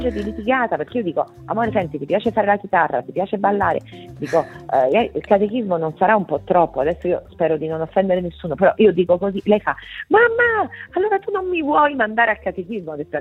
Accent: Agnone, Molise, Italy; now in Rome, Italy; potrebbe essere Agnone, non lo so, parlo del mio paese di origine

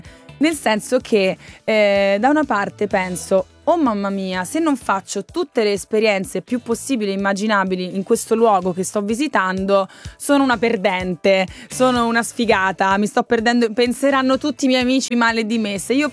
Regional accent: Rome, Lazio, Italy; Io sono romana, Monterotondo.

